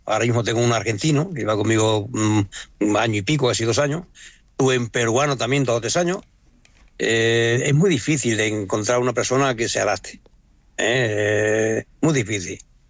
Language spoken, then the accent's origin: Spanish; Extremadura, Spain; Yo soy de Extremadura, ¿no? En mi casa, en Extremadura y en la finca, pues allí organizo las parideras